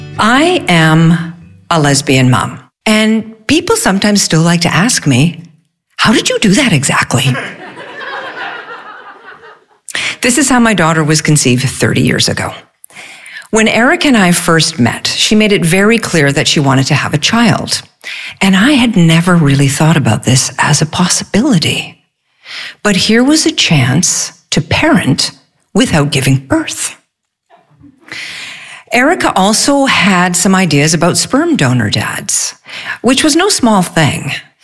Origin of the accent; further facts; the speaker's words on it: Montreal, Quebec, Canada; born there; I was born just outside of Montreal.